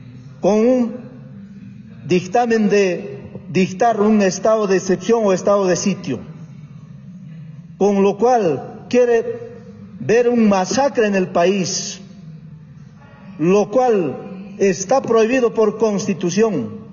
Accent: Bolivia; nosotros todos somos bolivianos

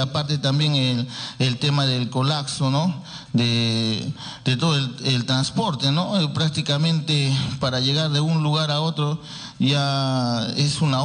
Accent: Yumina, Arequipa, Peru; born there; alguien que estudiaba en una escuela rural de Yumina, por el lado de Sabandía

